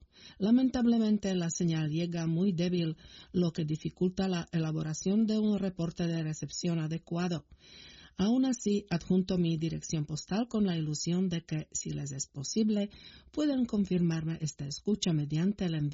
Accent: Argentina; soy argentino y es la primera vez que tengo el agrado de escribirles.

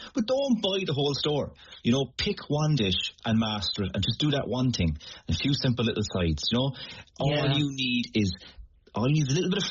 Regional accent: Ireland; You have this, as an Irish person, or any person living in Ireland, you have this crippling stress when you see sunshine

